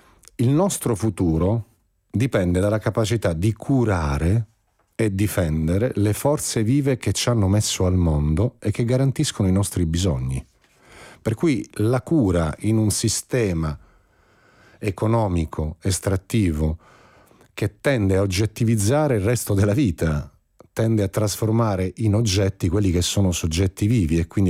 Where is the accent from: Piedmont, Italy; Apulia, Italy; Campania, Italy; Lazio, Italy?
Apulia, Italy; Io sono pugliese.